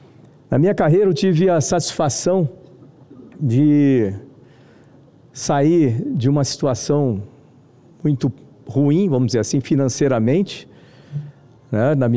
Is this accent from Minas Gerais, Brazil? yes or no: no; Bauru, São Paulo, Brazil; Eu tive como um ídolo, lá da minha cidade de Bauru, Osiris Silva